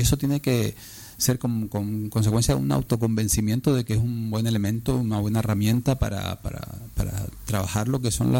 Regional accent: Vega de San Mateo, Canary Islands, Spain; yo soy veguero de nacimiento, y a los 20, y con no sé cuántos años volví a San Mateo después de haber vivido ahí donde hoy es la notaría, en el cuartel

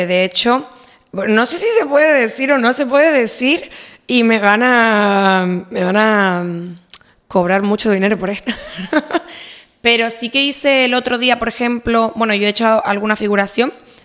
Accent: Canary Islands, Spain; Yo siento que soy la canaria que dice las cosas que un montón de gente piensa y nadie dice.

